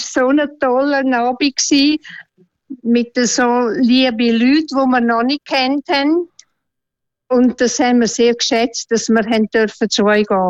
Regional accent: Ftan, Graubünden, Switzerland; now in Einsiedeln, Switzerland; Ich bin im Unterengadin, in Ftan aufgewachsen. Und ja, es ist Heimat und man hat etwa Heimweh.

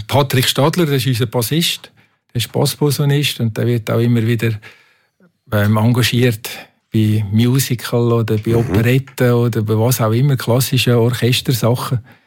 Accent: Einsiedeln, Schwyz, Switzerland; Und dann habe ich mit 9 Jahren angefangen, Trompete zu lernen. Ich war an der Musikschule bei uns in Einsiedeln.

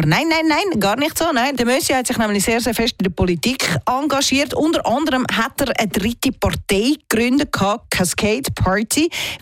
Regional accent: Switzerland; Bei uns in der Schweiz ist es ein bisschen vielfältiger.

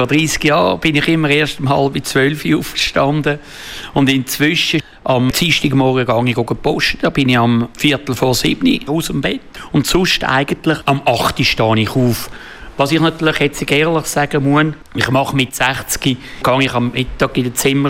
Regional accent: Switzerland; ich bin aufgewachsen in der Krone

